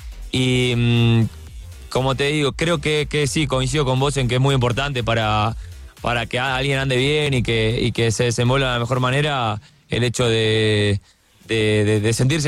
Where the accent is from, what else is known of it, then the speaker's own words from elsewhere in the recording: Argentina; moved away as an adult; now in Ecuador; Yo soy muy argentino, yo siempre lo digo. Yo extraño mucho a mi país porque la verdad que soy muy de allá, ¿viste?